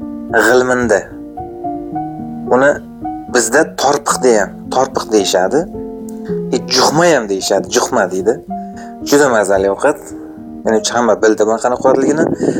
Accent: Bekobod, Tashkent Region, Uzbekistan; now in Chirchiq, Uzbekistan; Oilamizda Chirchiq shahrida yashaymiz. Onajonim yashaydigan, ya'ni qishlog'imiz Bekobodda.

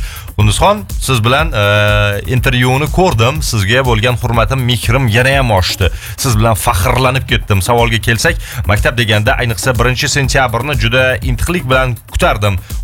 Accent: Fergana, Fergana Region, Uzbekistan; Biz Farg'ona shahardamiz. Shahardanmiz.

